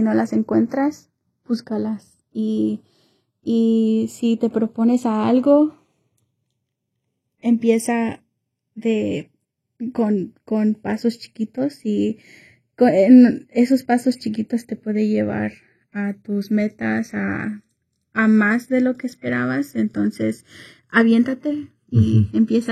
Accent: Waukegan, Illinois, United States; Incluso aquí, empezando en Waukegan.

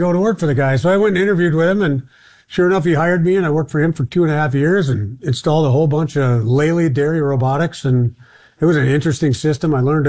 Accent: Minnesota, United States; I came back to the state of Minnesota. That's where I was from.

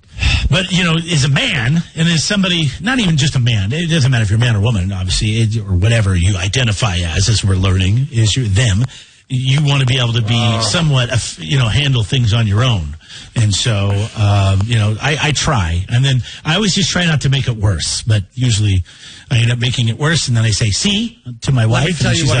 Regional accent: Washington, United States; I grew up in Washington State, it'd be raining and cold

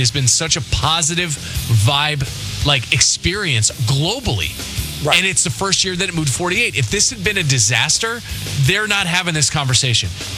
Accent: United States; as an American

